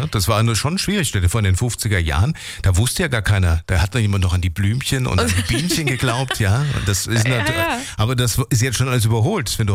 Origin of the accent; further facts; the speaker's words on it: East Germany, Germany; ich komme aus dem Osten.